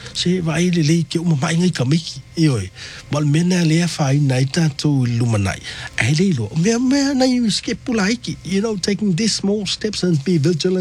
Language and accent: English; New Zealand; It's in our DNA as a Kiwi.